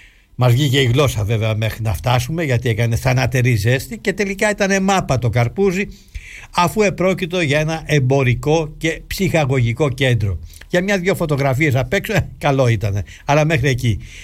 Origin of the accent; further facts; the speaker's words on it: Greece; με ρώτησαν από πού είμαστε. Όταν άκουσαν τη λέξη Ελλάδα, έλαμψε ρε παιδιά το πρόσωπό τους.